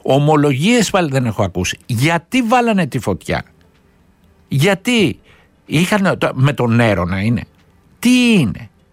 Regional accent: Vyronas, Attica, Greece; ως Βυρονιώτης και εγώ, με αγάπη ιδιαίτερη στην πόλη μου

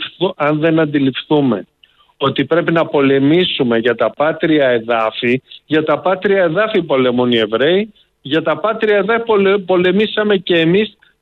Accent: Greece

